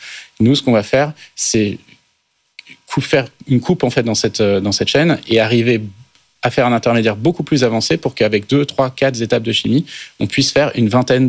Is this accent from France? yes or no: yes; France; chez nous en France